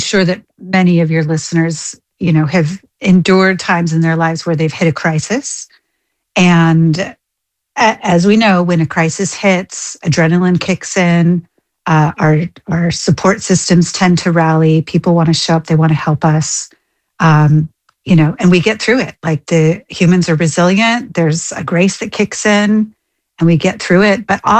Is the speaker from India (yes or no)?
no; Australia; And don't worry, I am Australian. I'm a dual citizen.